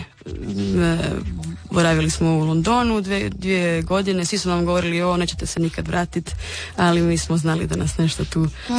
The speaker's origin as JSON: {"language": "Croatian", "town": "Rijeka", "region": "Primorje-Gorski Kotar County", "country": "Croatia", "said": "Mi smo Fiumani, mama je Istrijanka"}